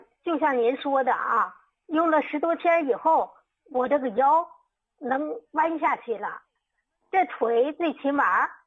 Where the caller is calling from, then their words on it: Harbin, Heilongjiang, China; 李老师，我是哈尔滨的啊。